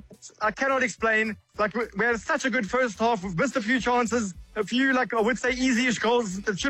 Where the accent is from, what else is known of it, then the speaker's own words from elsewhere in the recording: South Africa; I love being South African.